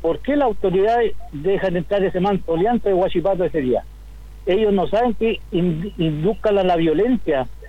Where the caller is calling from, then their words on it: Chillán Viejo, Ñuble, Chile; De Chillán Viejo